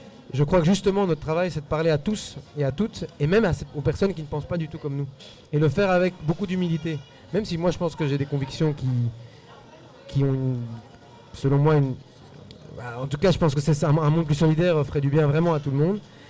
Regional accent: Peru; moved away

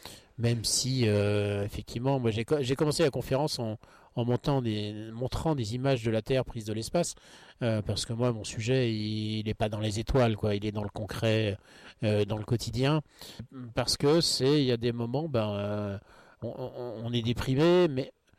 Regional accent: Brittany, France

